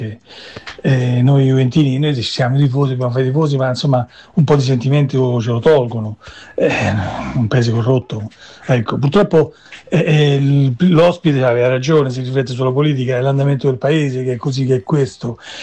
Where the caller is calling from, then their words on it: London, United Kingdom; da Londra.